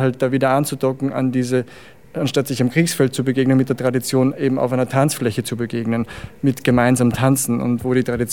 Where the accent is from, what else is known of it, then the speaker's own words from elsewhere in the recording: Andorf, Upper Austria, Austria; moved away; also born or lived in Vienna / Brussels; Also ich bin selber am Land aufgewachsen in Oberösterreich, also Andorf, Innviertel